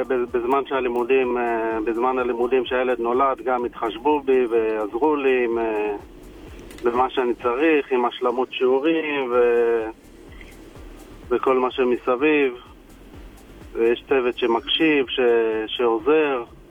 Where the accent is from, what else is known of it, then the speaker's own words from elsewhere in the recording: Tirat Carmel, Haifa District, Israel; טירת כרמל.